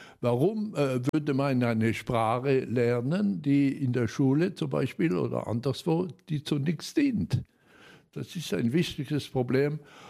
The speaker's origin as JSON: {"language": "German", "town": "Aubure", "region": "Grand Est", "country": "France", "tie": "born or raised there", "also_born_or_lived": "Hüttenheim", "said": "Ich bin 1946 geboren in Hüttenheim im Ulmer Elsass, bin aber im Oberelsass im Dorf Aubur aufgewachsen."}